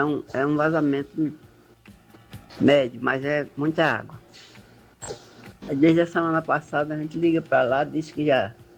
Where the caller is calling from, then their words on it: Jaboatão dos Guararapes, Pernambuco, Brazil; É aqui em Jaboatão. … sou de Santo Aleixo.